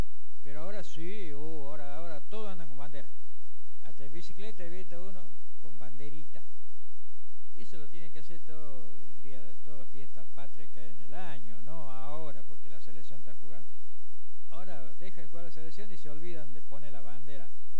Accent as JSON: {"language": "Spanish", "country": "Argentina", "said": "soy argentino, pero no me interesa el mundial."}